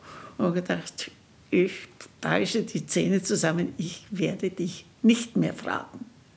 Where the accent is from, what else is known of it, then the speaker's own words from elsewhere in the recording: Munich, Bavaria, Germany; ich wollte unbedingt als Münchnerin bei der Eröffnung des Nationaltheaters dabei sein.